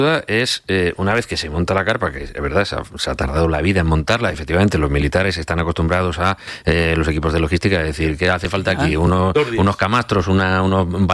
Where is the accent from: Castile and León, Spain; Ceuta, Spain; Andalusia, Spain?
Ceuta, Spain; somos nosotros los ceutíes